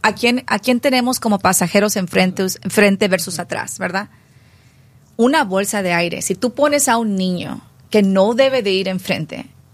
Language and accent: Spanish; Corpus Christi, Texas, United States; born there; also born or lived in Houston; yo nací en Houston y mi mamá manejaba en México, pero en Houston no manejó. Y luego cuando nos fuimos a Corpus Christi